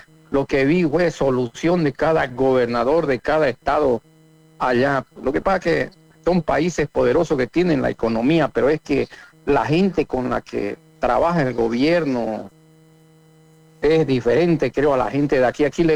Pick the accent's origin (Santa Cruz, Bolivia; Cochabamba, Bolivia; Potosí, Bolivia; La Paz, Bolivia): Santa Cruz, Bolivia; Montero; estado en España, en Estados Unidos, en México, en Canadá, en Rusia, pero siempre me acordaba de mi tierra natal, Montero